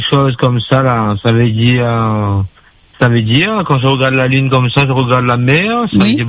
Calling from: Pas de la Case, Encamp, Andorra; moi j'habite au Pas de la Case.

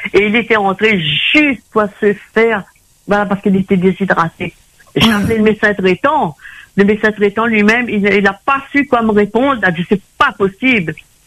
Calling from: Saint-Denis, Réunion; moi j'appelle de Saint-Denis.

